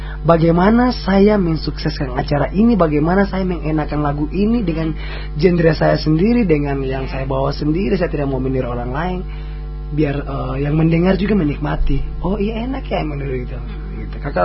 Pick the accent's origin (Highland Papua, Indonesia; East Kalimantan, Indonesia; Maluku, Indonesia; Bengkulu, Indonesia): Maluku, Indonesia; Ambon; Di sini juga kita Ambon